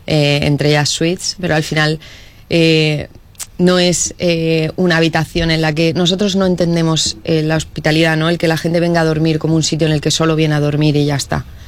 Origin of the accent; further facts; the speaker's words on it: Elche, Valencian Community, Spain; Yo soy una enamorada de Elche, lo abandero siempre donde voy, y siempre lo digo, nosotros no tenemos nada que inventar, Elche tiene todo.